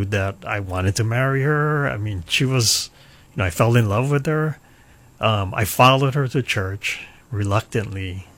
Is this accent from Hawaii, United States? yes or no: yes; Hilo, Hawaii, United States; So I grew up actually on the Big Island, Hilo. I grew up in Hilo, born and raised there. I'm a graduate of Hilo High School.